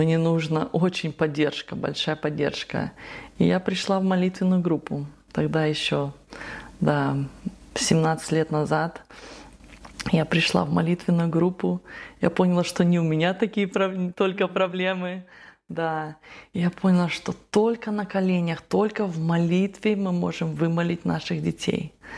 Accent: Russia; moved away; Вот мы выросли, когда в России росли, у нас соседи были неверующие, и мы ходили на воскресную школу по субботам

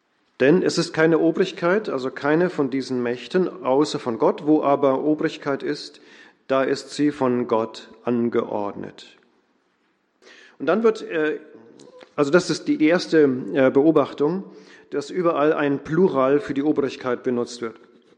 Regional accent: Germany; Man spürt als Deutscher, wenn man dort ist, was wir nicht haben.

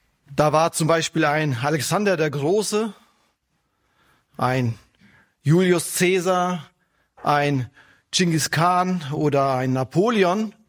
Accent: North Rhine-Westphalia, Germany; Nicht weit von dem Ort, wo ich aufgewachsen bin, da erstreckt sich in weiter Höhe das Hermannsdenkmal.

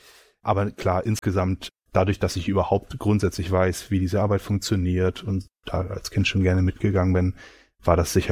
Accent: Germany

